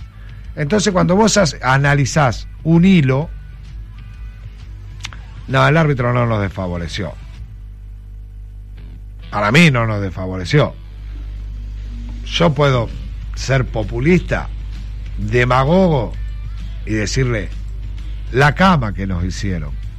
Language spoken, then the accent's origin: Spanish; Argentina; sé cómo somos los argentinos.